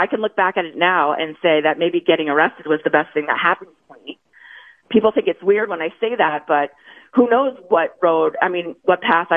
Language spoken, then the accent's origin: English; Maine, United States; moved away; I'm from Maine, so I was in Maine with my family